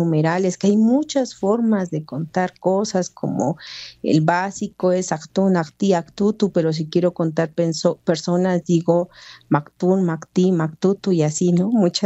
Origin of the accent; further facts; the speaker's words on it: Mexico; Que nos mantiene como unidos como mexicanos en todo este lugar, en tantos saberes que hay, saberes milenarios.